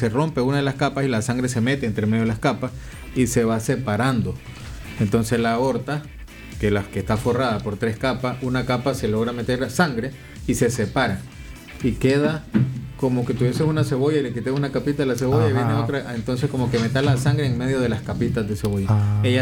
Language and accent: Spanish; Nicaragua